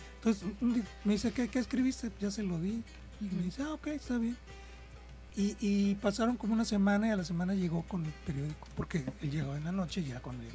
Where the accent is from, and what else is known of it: Acapulco, Guerrero, Mexico; born or raised there